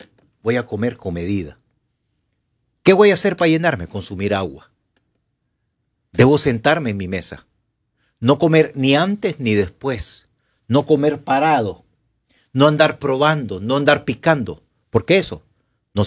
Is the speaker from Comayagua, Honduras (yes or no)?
yes; La Trinidad, Comayagua, Honduras; Que soy de allá de la Trinidad, Comayagua